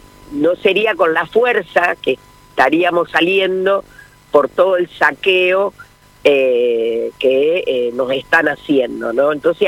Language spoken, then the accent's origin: Spanish; Argentina; yo me crié en Villa Constructora, un país, siempre lo digo, de tanos y gallegos y de españoles